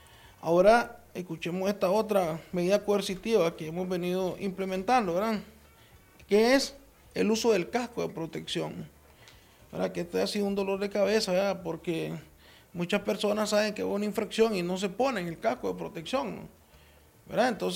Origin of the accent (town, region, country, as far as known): Nicaragua